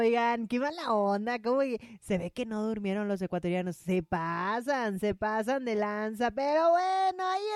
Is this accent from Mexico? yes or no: yes; Mexico; porque todos somos mexicanos hoy y andamos más que felices y contentos.